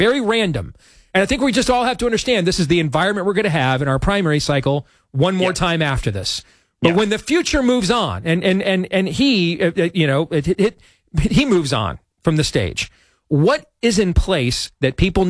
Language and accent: English; Iowa, United States; born there